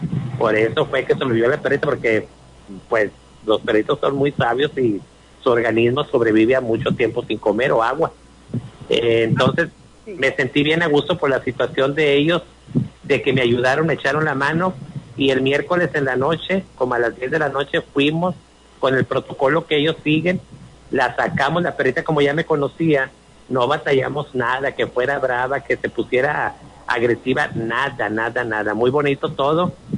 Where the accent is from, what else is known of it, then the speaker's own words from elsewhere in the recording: Agujita, Coahuila, Mexico; como nos conocemos, somos aquí de Agujita.